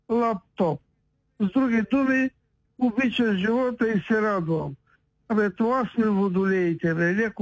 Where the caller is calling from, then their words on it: Samovodene, Veliko Tarnovo Province, Bulgaria; Мъгло съм от самоводене.